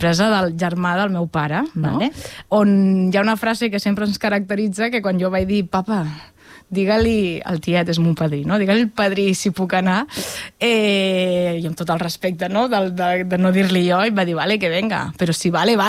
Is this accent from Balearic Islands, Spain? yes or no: no; La Selva del Camp, Catalonia, Spain; also born or lived in Reus; Jo vaig néixer a Reus, tot i que amb 6 anys vaig anar a viure en un poble que es diu La Selva del Camp, per tant em considero salvatana.